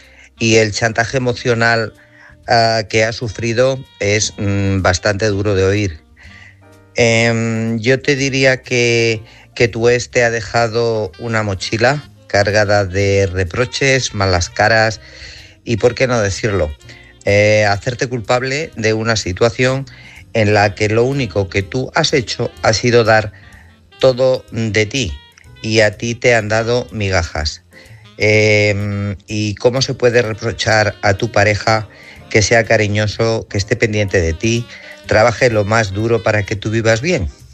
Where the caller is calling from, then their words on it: Guadalajara, Castilla-La Mancha, Spain; de Guadalajara